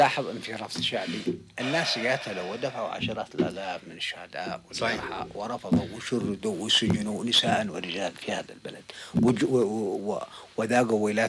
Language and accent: Arabic; Yemen; نحن وجها لوجه مع إيران كيمنيين.